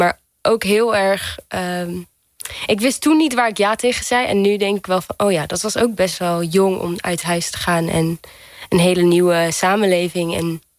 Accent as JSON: {"language": "Dutch", "country": "Portugal", "tie": "born or raised there", "said": "maar ik heb 2 Nederlandse ouders, maar ik ben geboren en getogen in Portugal. En daar heb ik eigenlijk mijn hele leven opgegroeid."}